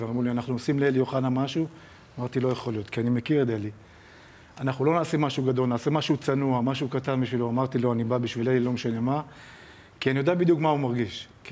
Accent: Jerusalem, Jerusalem District, Israel; ירושלמי, ידוע. אנחנו כירושלמי, אתה יודע, כירושלמי, אתה יודע.

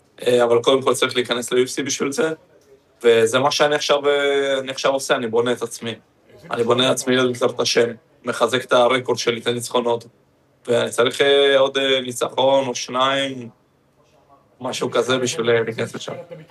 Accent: Holon, Tel Aviv District, Israel; moved away as an adult; גרתי בחולון, מתאמן במכון של מושי קדר ודודי בן זקן כשאני בארץ, בעצם שם גדלתי.

